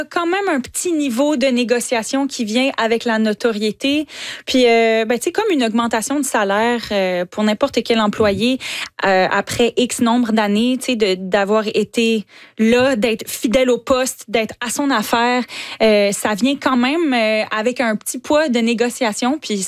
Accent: Quebec, Canada; Tu sais, je suis québécoise, j'ai grandi en écoutant les Canadiens de Montréal à la télé petite avec mon papa.

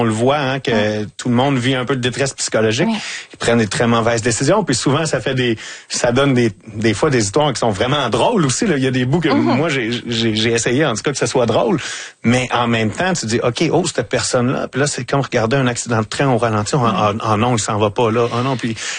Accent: Lavaltrie, Quebec, Canada; now in Montreal, Canada; moi je viens de la Valtrie, dans la région de la Naudière, puis quand je suis arrivé à Montréal, c'était ma porte d'entrée vers Montréal, et j'ai pas mal toujours habité là.

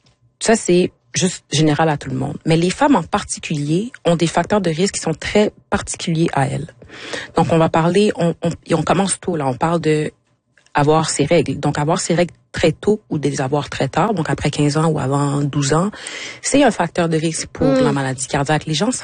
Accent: Quebec, Canada; born there; Moi je suis établie ici, je suis née au Québec. C'est ma maison, c'est mon pays.

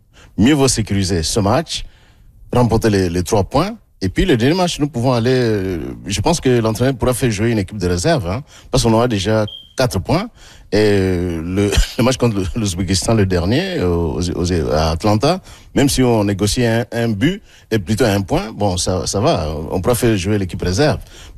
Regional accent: DR Congo; Alors la Colombie, vous savez, moi je suis congolais, quand je suis congolais, moi je crois en mes propres capacités

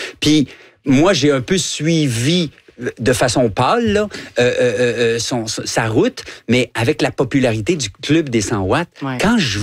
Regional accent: Guadeloupe; Mais quand j'étais jeune en Guadeloupe, c'est que je travaillais sur une plage.

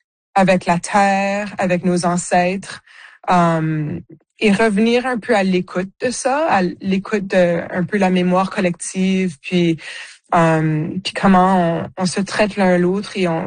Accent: the Prairies, Canada; c'est certainement d'où moi je viens. Mais je pense que n'importe qui vit dans les prairies a ce sentiment-là

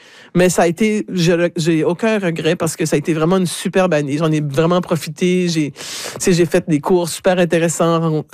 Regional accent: Moncton, New Brunswick, Canada; also born or lived in Dieppe; C'est que je suis revenue chez moi à Moncton. Je vivais à Dieppe à ce moment-là. Donc, je suis revenue à Dieppe en juillet 2001, en fait.

